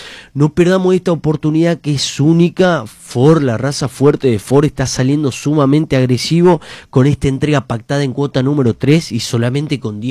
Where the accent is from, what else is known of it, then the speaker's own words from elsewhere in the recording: Salta, Argentina; Vengo de Fort Puceto, Salta.